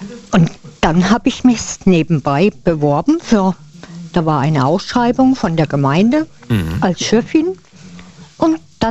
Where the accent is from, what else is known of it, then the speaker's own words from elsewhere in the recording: Baden-Württemberg, Germany; Ich bin auch aus Baden-Württemberg